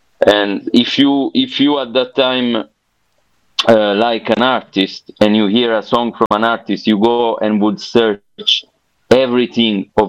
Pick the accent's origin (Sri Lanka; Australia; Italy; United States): Italy; Southern Italy; I was also very far, I mean, the Deep South, like Ahmed, who is, we are both from the Deep South. And it's not like being in Milan, you know.